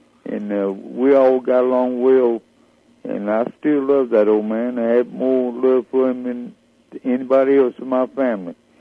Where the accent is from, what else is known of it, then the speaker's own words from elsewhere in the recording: Covington, Georgia, United States; born there; also born or lived in Porterdale; I was born down there in Covington, and Social Circle ain't very far over there.